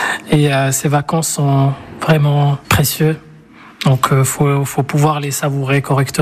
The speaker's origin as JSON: {"language": "French", "town": "Casablanca", "region": "Casablanca-Settat", "country": "Morocco", "lives_now": "Poitiers, France", "said": "Je suis de Casablanca, je vis à Poitiers."}